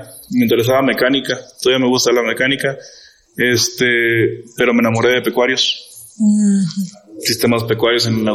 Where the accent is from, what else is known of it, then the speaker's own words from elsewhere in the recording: Ciudad del Maíz, San Luis Potosí, Mexico; now in Ciudad Cuauhtémoc, Mexico; Yo soy originario de Ciudad del Maíz, San Luis Potosí. Bueno, en la comunidad de Álvaro Obregón, del municipio de Ciudad del Maíz, del estado de San Luis Potosí.